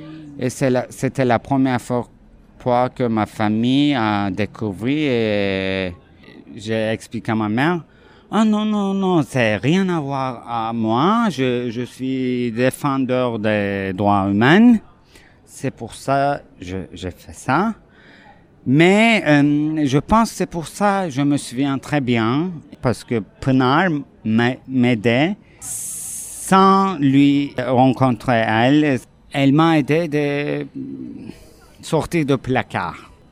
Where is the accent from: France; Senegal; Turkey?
Turkey; French is a second language; moved away; je suis de la Turquie, j'ai 34 ans pour le moment